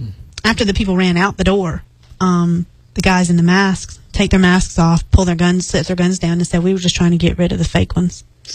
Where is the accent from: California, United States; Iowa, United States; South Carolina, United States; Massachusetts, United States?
South Carolina, United States; Charleston; born there; And I was born in South Carolina at Roper Hospital in Charleston.